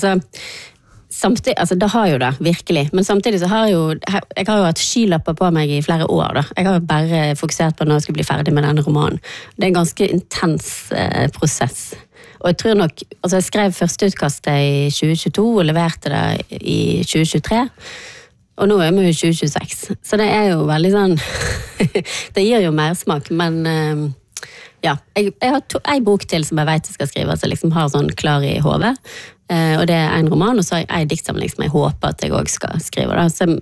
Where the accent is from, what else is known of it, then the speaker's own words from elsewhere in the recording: Vestland, Norway; born there; moved away; akkurat sånn som det var der jeg vokste opp, når jeg vokste opp der, det finnes jo ikke lenger.